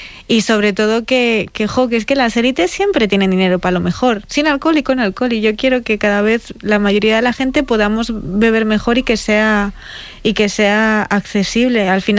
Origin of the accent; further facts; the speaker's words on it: Laguna de Duero, Castile and León, Spain; yo soy de Laguna de Duero, un pueblo muy pequeñito dentro de Valladolid, pequeñito, tiene 20.000 habitantes, pero bueno, un pueblo, Castilla Profunda